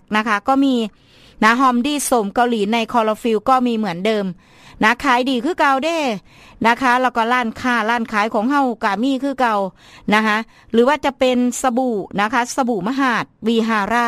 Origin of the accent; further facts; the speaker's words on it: Isan, Thailand; accent: Isan Lao; first language Isan Lao; Thai is a second language; ก็ต้องเว้าลาวอีสานบ้านเฮานี่ล่ะ